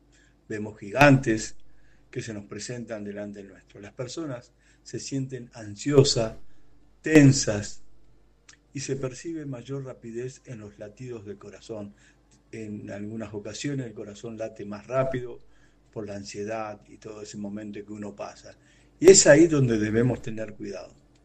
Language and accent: Spanish; Argentina; now in Chile; ciudad de Los Muermos, ubicada en la 10ª región de Chile … soy de Argentina